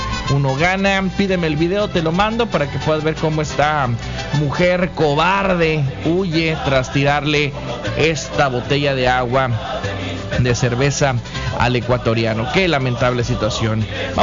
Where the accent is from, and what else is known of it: Mexico